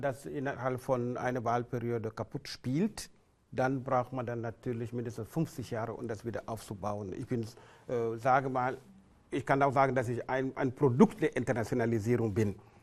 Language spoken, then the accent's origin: German; Halle, Saxony-Anhalt, Germany; als Sachsen-Anhaltiner, als Hallenser, sage ich einfach, es ist nicht egal.